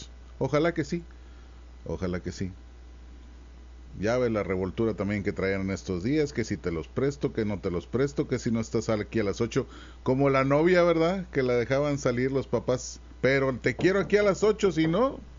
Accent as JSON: {"language": "Spanish", "country": "Mexico", "said": "Soy mexicano, pero no le voy a México."}